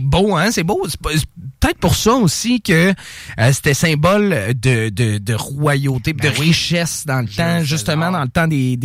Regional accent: Quebec City, Quebec, Canada; also born or lived in British Columbia; now in Lévis, Canada; Toujours habité à Québec avant, à part le BC. Là, c'est la première fois de ma vie que je reste

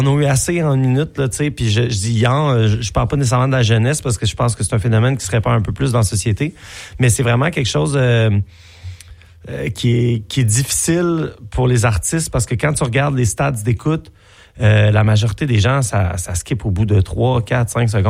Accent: Chambly, Quebec, Canada; Ben, je viens de Chambly à base, là

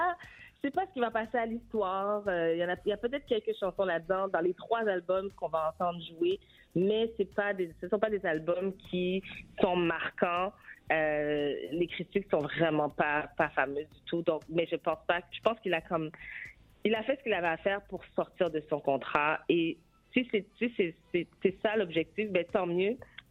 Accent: Canada; On est Canadien

